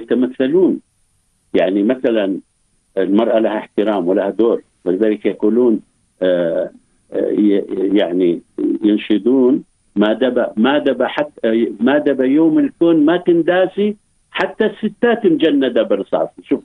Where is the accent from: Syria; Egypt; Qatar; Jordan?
Jordan; إحنا عندنا بالأردن